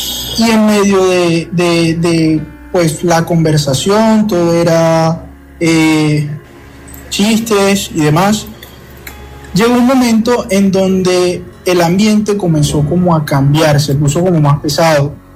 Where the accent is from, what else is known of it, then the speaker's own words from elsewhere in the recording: Ciénaga, Magdalena, Colombia; now in Barranquilla, Colombia; la historia no es acá en Barranquilla, es un pueblo de Magdalena, de donde yo soy oriundo, de Ciénaga Magdalena.